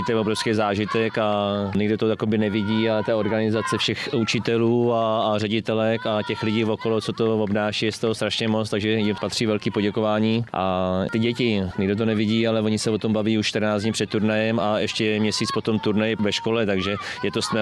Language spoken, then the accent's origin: Czech; Beroun, Central Bohemian Region, Czechia; já jsem chodil tam u nás v Berouně na školu